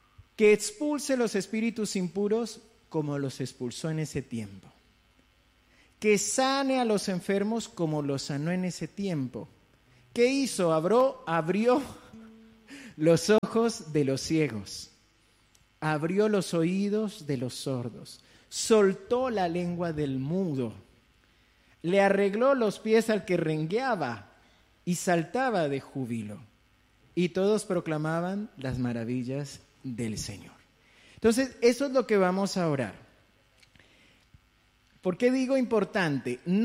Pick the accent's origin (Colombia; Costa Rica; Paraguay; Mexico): Colombia; Aquí no, pero en Colombia, vieron que yo soy colombiana.